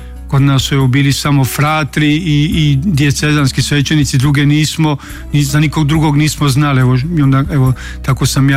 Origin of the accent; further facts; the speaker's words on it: Brčko District, Bosnia & Herzegovina; now in Osijek, Croatia; Rođen sam u Posavini, malo mjesto koje se zove Marković polje, odnosno Drenava, to je općina tadašnja bila, Brčko, pripadamo po novome, tada kad sam ja evo rođen, te 78. godine